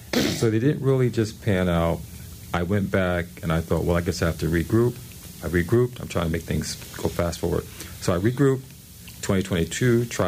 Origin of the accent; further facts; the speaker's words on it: New Jersey, United States; moved away; also born or lived in Connecticut; I'm from New Jersey. I lived in Connecticut. I was in Connecticut